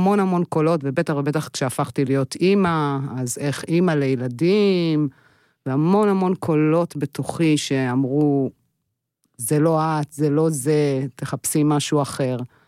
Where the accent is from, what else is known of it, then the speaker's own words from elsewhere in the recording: Jerusalem, Jerusalem District, Israel; אני גדלתי בירושלים, אז אפשר לומר שאפשר להוציא את הילדה מירושלים, קצת יותר קשה להוציא את ירושלים מהילדה.